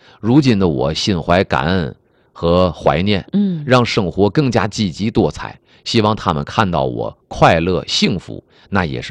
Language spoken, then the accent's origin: Chinese; China